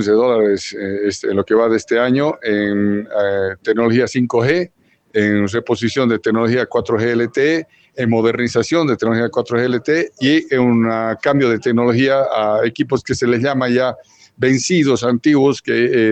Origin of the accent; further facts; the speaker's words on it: Tarija, Bolivia; Somos también tarijeños